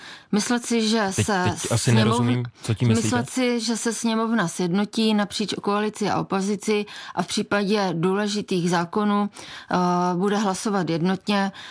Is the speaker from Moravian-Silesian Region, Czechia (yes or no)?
yes; Moravian-Silesian Region, Czechia; Já jsem z Moravskoslezského kraje, mým městem prošla tak velká povodeň, že jsme měli 80% města zničeného.